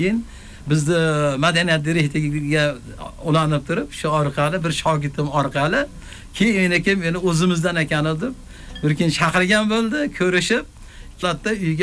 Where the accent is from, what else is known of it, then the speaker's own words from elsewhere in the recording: Chang, Fergana Region, Uzbekistan; Biz vodiyni Farg'ona viloyati, Uchko'prik tumani, Navruz jamoa xo'jaligi, Chang qishloq degan qishloqdan yashaymiz.